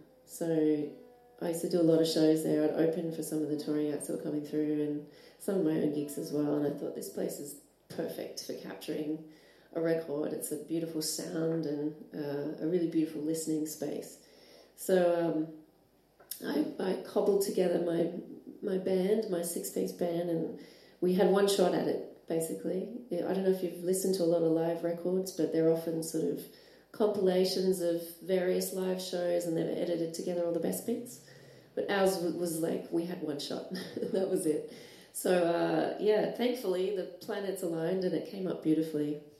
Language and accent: English; Newcastle, North East England, United Kingdom; a live album that I recorded in my hometown in Newcastle.